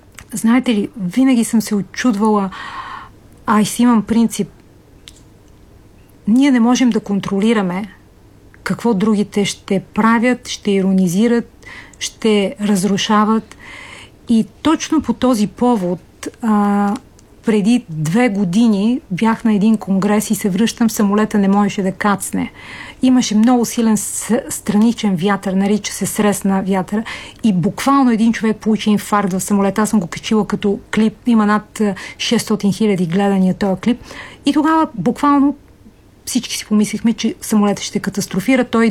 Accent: Smolyan Province, Bulgaria; Така че аз съм родопчанка и там онзи край Девин, Смолян, Левочево, Фатово, полковник Серафимово, са ми много на сърце.

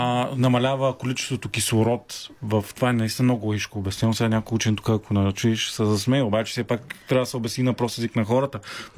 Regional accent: Varna, Varna Province, Bulgaria; която аз така и не съм опитвал при живота си, въпреки че съм от Варна

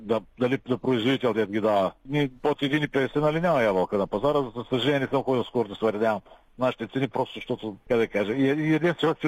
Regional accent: Northeast Bulgaria, Bulgaria

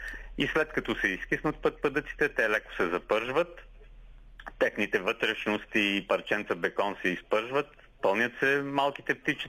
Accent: Montana Province, Bulgaria; Ломския край, откъдето съм родом

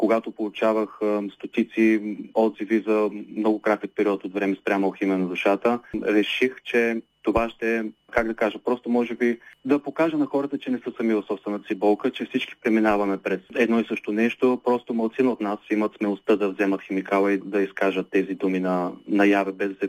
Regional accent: Obzor, Burgas Province, Bulgaria; Живея в Обзор, народно съм от Обзор и живея в Обзор.

